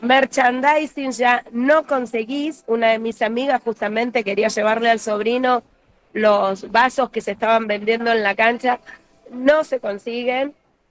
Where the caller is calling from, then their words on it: Argentina; Pero no hay como Argentina, yo los extraño.